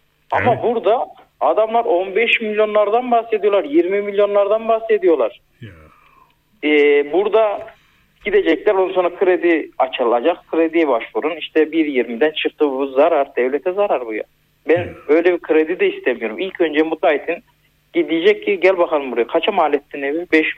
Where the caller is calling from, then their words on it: Ankara, Turkey; Ankara'dan